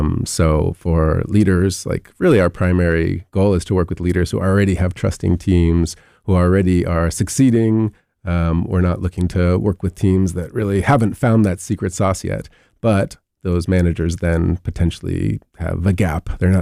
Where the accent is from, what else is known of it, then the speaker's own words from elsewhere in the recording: California, United States; moved away as an adult; now in Madison, United States; I'm originally from California and moved here to Wisconsin about 10 years ago when my husband started his residency in emergency medicine at UW. And after he ended, we decided to stay here.